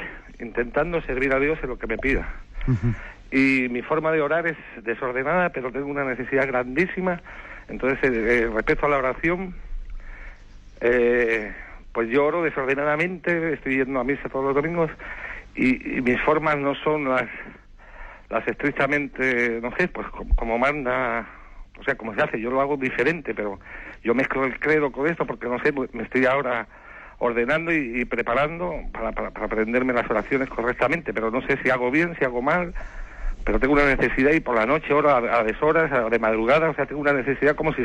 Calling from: Fuerteventura, Canary Islands, Spain; de Fuerteventura

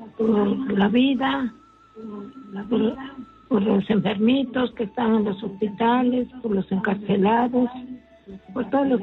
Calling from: Piura, Peru; que no haya aquí donde vivo en Piura, agua hace falta.

